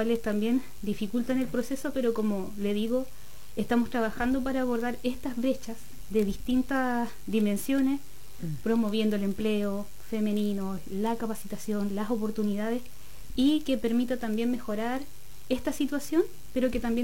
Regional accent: Chile; para nosotros como chilenos

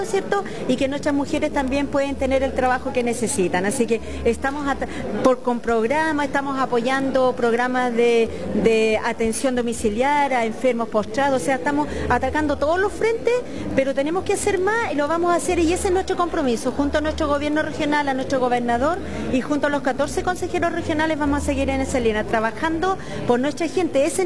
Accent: Río Bueno, Los Ríos, Chile; Yo soy del sector de Trapi, en la comuna de Río Bueno tengo como 120 kilómetros donde llego a trabajar a Valdivia

